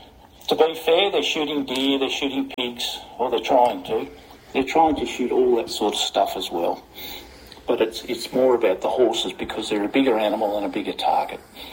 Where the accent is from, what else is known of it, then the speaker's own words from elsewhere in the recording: Australia; I, as an Australian